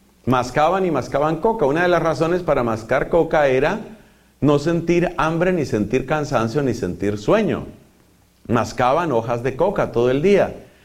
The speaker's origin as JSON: {"language": "Spanish", "country": "Colombia", "said": "En mi país, para vergüenza de Colombia, y esto sucede en otros sitios"}